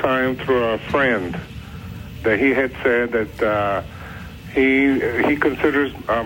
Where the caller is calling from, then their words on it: Texas, United States; I'm calling you from Texas.